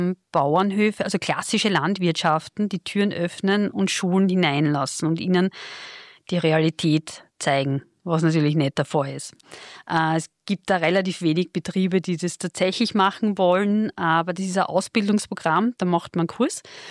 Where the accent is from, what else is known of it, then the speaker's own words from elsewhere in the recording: Vienna, Austria; Also ich als Wiener, ein paar junge Leute, das ist total nett